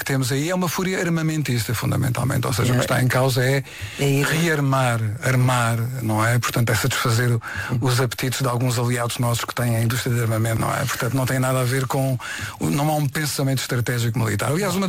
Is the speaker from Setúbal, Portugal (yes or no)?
yes; Setúbal, Portugal; Corresponde de Setúbal, na minha cidade natal.